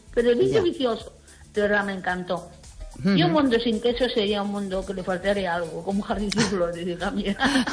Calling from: Rianxo, Galicia, Spain; yo vivo en Rianxo

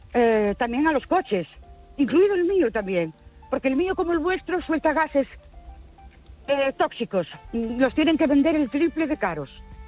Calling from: Ourense, Galicia, Spain; de Orense otra vez.

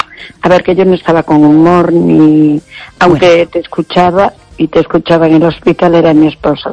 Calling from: Villagarcía, Spain; De Villagarcía.

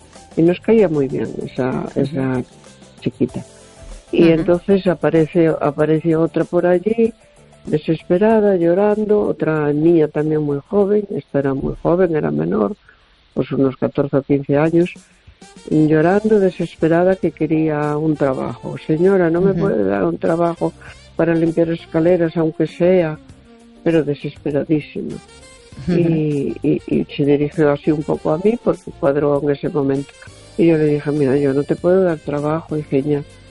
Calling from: A Coruña, Galicia, Spain; de Coruña.

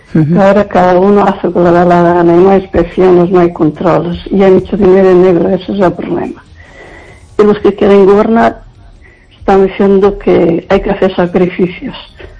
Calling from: Lugo, Galicia, Spain

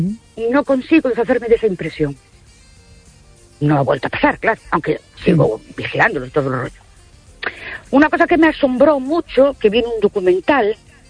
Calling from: Ourense, Galicia, Spain; Buenas noches … de Ourense.

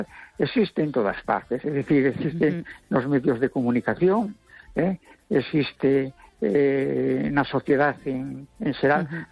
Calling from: A Coruña, Galicia, Spain; de La Coruña.

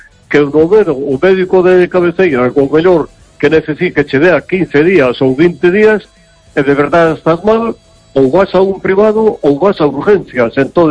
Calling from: Vigo, Galicia, Spain; Hola, buenas noches.

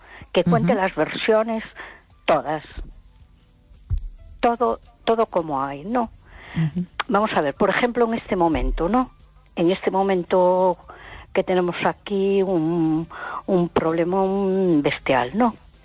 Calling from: A Coruña, Galicia, Spain; de Coruña.

